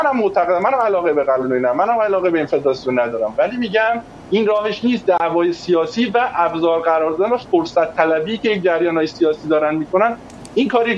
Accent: Iran; ما هممون به عنوان یک ایرانی از بد روزگار بوده، شانسمون بوده که یه دوره‌ای زندگی کردیم

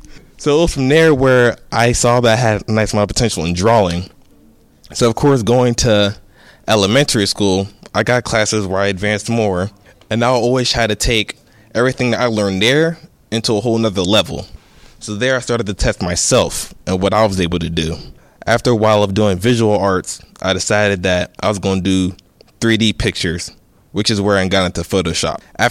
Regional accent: Pittsburgh, Pennsylvania, United States; born there; So I was born here in Pittsburgh, March 3rd, 1998.

